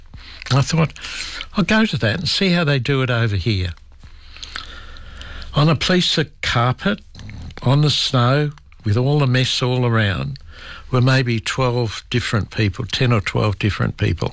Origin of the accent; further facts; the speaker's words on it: Australia; And I said, oh … from Australia.